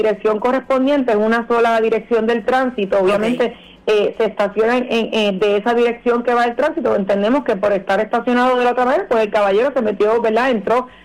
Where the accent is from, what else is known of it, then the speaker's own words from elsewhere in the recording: Naguabo, Puerto Rico; yo quiero agradecer a mi pueblo de Nahuabo